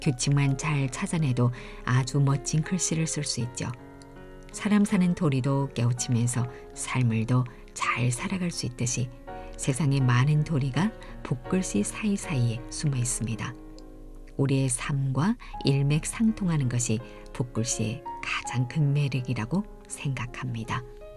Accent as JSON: {"language": "Korean", "country": "China", "said": "네, 저는 중국 조선족이라고 답합니다. 우리는 중국 조선족이고 한어와 조선어를 함께 배운 세대예요."}